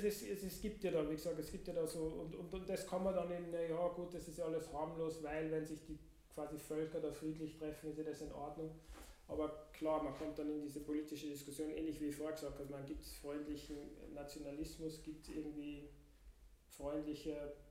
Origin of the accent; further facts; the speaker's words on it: Austria; sage ich jetzt als Österreicher.